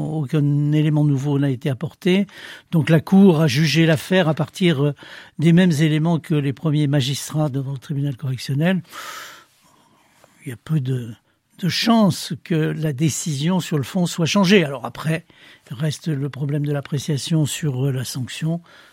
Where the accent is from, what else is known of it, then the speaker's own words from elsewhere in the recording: Saint-Étienne, Auvergne-Rhône-Alpes, France; je suis stéphanois, j'ai mal pour ma ville